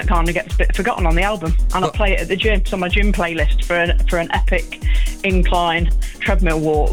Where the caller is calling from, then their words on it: Leicester, East Midlands, United Kingdom; I'm in Leicester.